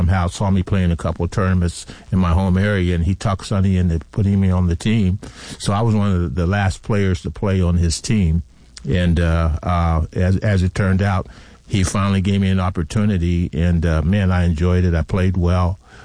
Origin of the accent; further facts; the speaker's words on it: East Liverpool, Ohio, United States; moved away as an adult; East Liverpool, Ohio is my hometown.